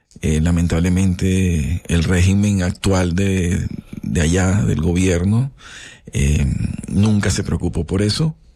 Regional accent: Caracas, Capital District, Venezuela; now in Lechería, Venezuela; Yo soy de Caracas. Luego me pasé a vivir a Lechería, a Puerto La Cruz, que queda 4 horas.

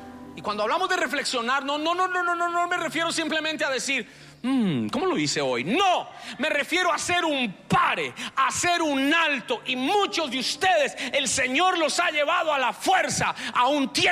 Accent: Bogotá, Colombia; moved away as an adult; now in Houston, United States; Nosotros en Bogotá toda la gente feliz.

